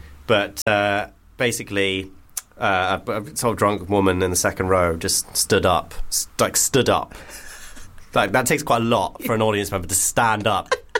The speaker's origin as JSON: {"language": "English", "town": "Bristol", "region": "South West England", "country": "United Kingdom", "said": "Because I'm from Bristol, so I can't do, you know"}